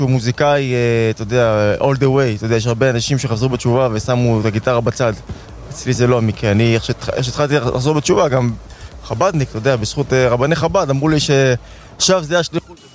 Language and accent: Hebrew; Tel Aviv, Tel Aviv District, Israel; אז אני תל אביבי, born and raised, מה שנקרא, נולדתי וגדלתי